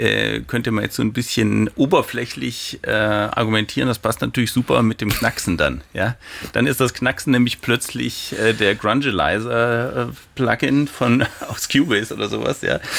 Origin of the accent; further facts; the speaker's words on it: Esslingen, Baden-Württemberg, Germany; Das war in Esslingen, wo ich aufgewachsen bin, am Neckar, konnte man alles ganz gut bekommen